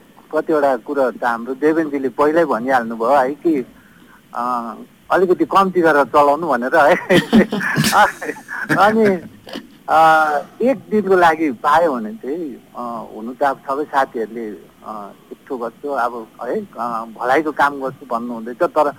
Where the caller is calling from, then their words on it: Darjeeling, West Bengal, India; हाम्रो दार्जिलिङमै